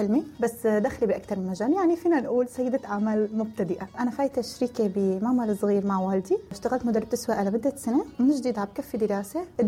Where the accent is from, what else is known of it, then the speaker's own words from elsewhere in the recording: Syria; moved away as an adult; now in Turkey; انا طلعت من سوريا مثل كل احنا مواليد التسعينات، ما قدرت كفي جامعتي، اخذت البكالوريا، طلعت لتركيا